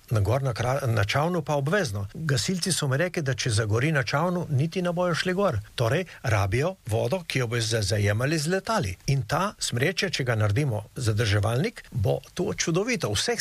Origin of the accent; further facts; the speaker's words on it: Slovenian Littoral, Slovenia; Primorci smo pa zato